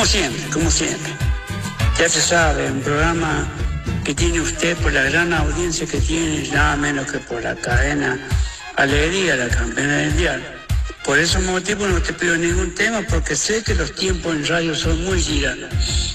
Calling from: La Puerta, Córdoba, Argentina; de La Puerta.

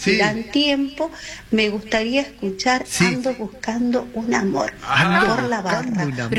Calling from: Capitán Bermúdez, Santa Fe, Argentina; de Capitán Bermúdez. A metros, sería kilómetros más que nada, de Rosario vivo.

